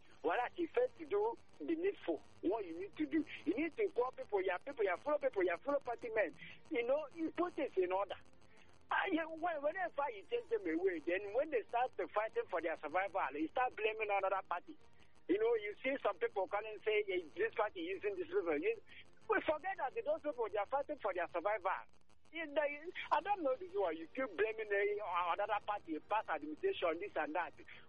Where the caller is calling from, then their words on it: Oba, Nigeria; I'm from Oba.